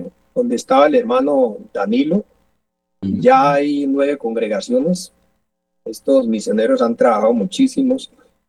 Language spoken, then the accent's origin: Spanish; Colombia; Y yo también, como buen colombiano